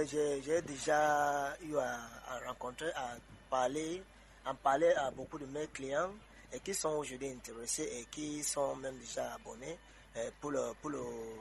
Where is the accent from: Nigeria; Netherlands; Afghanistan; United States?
Nigeria; I as a Nigerian, I picked interest.